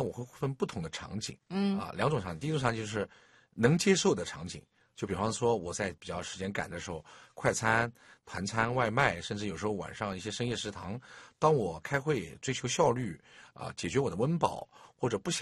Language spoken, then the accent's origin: Chinese; China; 我们中国人餐饮文化里面，锅气、现炒，这都是我们需求的东西